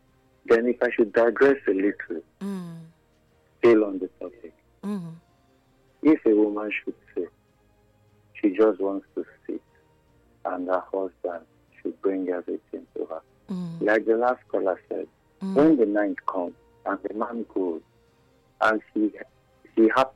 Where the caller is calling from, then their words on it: Iwoba, Nigeria; calling from Iwoba.